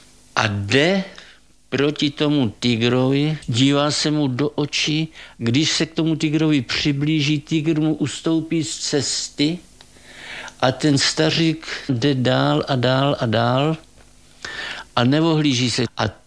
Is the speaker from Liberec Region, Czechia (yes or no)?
yes; Vysoké nad Jizerou, Liberec Region, Czechia; moved away as an adult; also born or lived in Prague; Narodil jsem se ve Vysokém nad Jizerou.